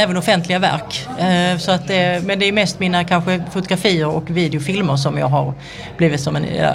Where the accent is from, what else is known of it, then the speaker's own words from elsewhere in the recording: Hässleholm, Skåne, Sweden; now in Stockholm, Sweden; som sagt och är konstnär och bor i Stockholm men är född och uppväxt i Hässleholm.